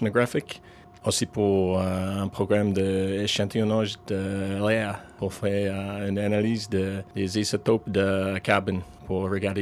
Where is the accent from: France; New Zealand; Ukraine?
New Zealand; French is a second language; je viens de Nouvelle-Zélande.